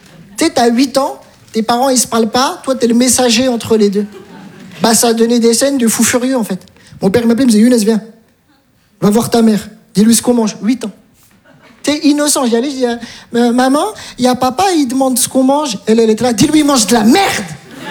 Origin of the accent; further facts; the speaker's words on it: Metz, Grand Est, France; Je viens de Metz, j'ai tout abandonné.